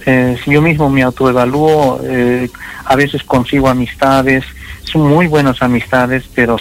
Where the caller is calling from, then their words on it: Arequipa, Peru; Yo vivo en Arequipa, uh-huh. Ciudad de Arequipa.